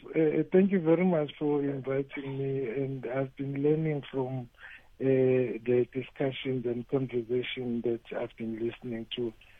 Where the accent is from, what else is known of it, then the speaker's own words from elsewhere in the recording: Ingwavuma, KwaZulu-Natal, South Africa; born there; I was born in Ingwavuma. That's my attachment to the area of Ingwavuma because that's where my umbilical cord is.